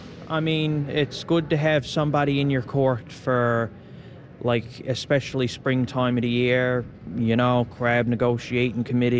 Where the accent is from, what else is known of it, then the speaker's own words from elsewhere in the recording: Portugal Cove, Newfoundland and Labrador, Canada; growing up around Portygrave area, that's all I ever knew was fishing.